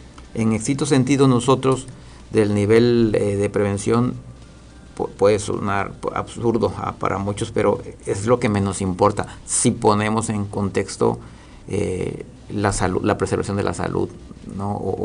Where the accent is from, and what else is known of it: Mexico